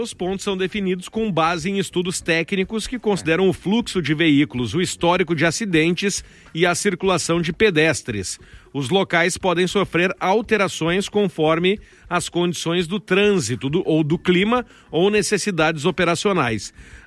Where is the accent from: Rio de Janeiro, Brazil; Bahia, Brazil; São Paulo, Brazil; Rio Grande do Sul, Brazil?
Rio Grande do Sul, Brazil; Canoas; Thaís, Júlio, eu, a Josi e o Lucas somos de Canoas